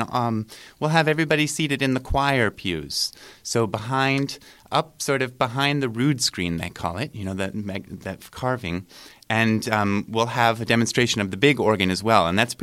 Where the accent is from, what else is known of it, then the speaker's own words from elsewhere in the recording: California, United States; I'm from California, from Northern California, so it was a little bit of a weather adjustment to go up to Lake Ontario.